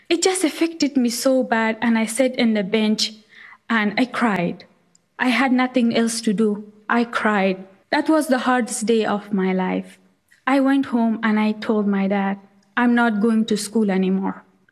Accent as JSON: {"language": "English", "country": "Afghanistan", "tie": "born or raised there", "second_language": "English", "moved": "yes", "lives_now": "United States", "said": "I grew up in Afghanistan, and I came to United States in 2013 with full scholarship"}